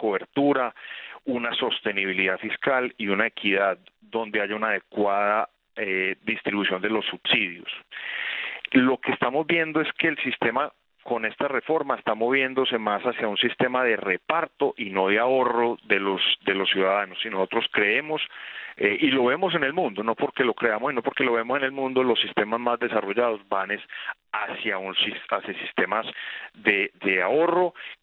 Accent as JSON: {"language": "Spanish", "country": "Colombia", "said": "Tenemos, como colombianos, que seguir activos, permanentes, apoyando toda esta reconstrucción"}